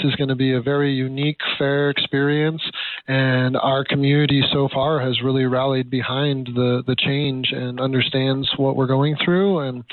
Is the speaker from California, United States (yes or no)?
no; Alaska, United States; Yeah, I was fortunate to be born and raised in Alaska, and we traveled all over the lower 48 for summers